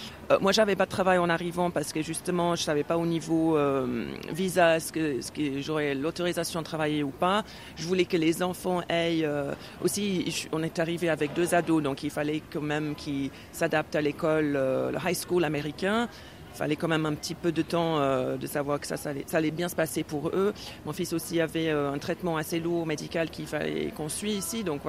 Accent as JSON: {"language": "French", "region": "England", "country": "United Kingdom", "tie": "born there", "first_language": "English", "second_language": "French", "said": "je suis née en Angleterre, une famille purement anglophone, personne de ma famille qui habite en dehors de l'Angleterre."}